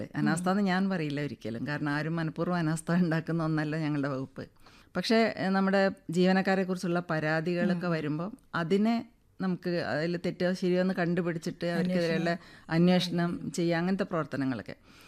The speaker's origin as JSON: {"language": "Malayalam", "town": "Kozhikode", "region": "Kerala", "country": "India", "tie": "born or raised there", "said": "എൻ്റെ നാടാണ്, പിന്നെ ഞാൻ ജനിച്ചു വളർന്നത് കുതിരവട്ടം എന്നുള്ള പ്രദേശത്താണ്."}